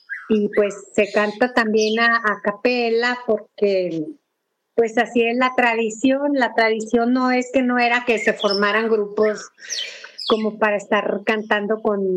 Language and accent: Spanish; Durango, Mexico; nosotras somos originarias de la Sierra de Durango.